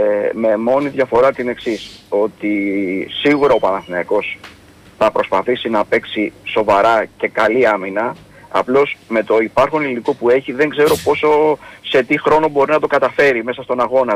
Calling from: Melissia, Attica, Greece; από τα Μελίσια.

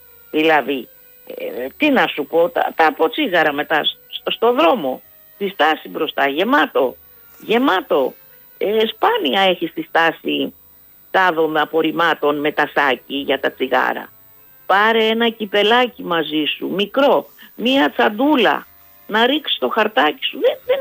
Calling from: Greece

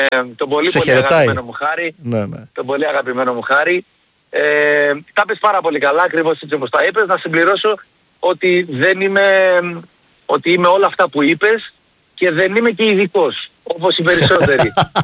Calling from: Greece

